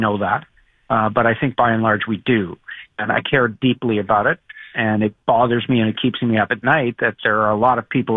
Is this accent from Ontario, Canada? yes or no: yes; Toronto, Ontario, Canada; I remember as a child looking up in the sky when I grew up in Toronto at the CNE seeing the snowbirds.